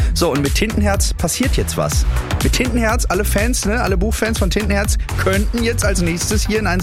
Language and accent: German; Dorsten, North Rhine-Westphalia, Germany; dass ich ziemlich oft über meine Heimatstadt Dorsten rede